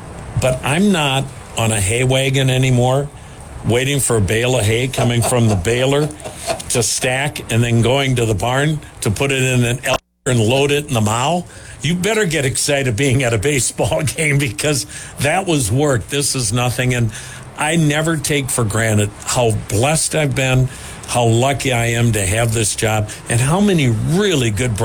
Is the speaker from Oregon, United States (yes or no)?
no; Wisconsin, United States; now in Kansas City, United States; for a kid growing up that's an Irish Catholic out of Wisconsin